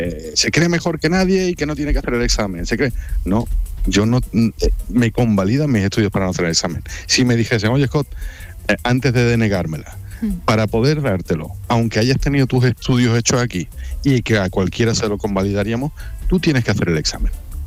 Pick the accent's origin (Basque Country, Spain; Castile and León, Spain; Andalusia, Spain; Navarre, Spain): Andalusia, Spain; Benahavís; born there; quiero estar en mi pueblo